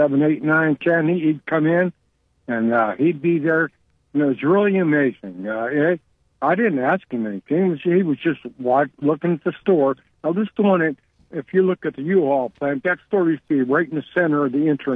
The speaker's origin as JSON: {"language": "English", "town": "Cuyahoga Falls", "region": "Ohio", "country": "United States", "tie": "born or raised there", "said": "I was raised in Cuyahoga Falls, about four blocks from the Lawson plant"}